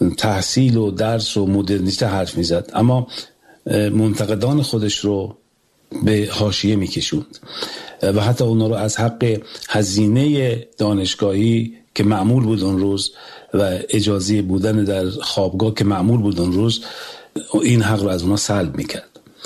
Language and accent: Persian; Semirom, Isfahan, Iran; زادگاه من شهر سمیرومه، شهری که در آن نابرابری و بی‌عدالتی نه مفهومی انتزاعی بلکه بخشی عریان و روزمره از زندگی مردم بوده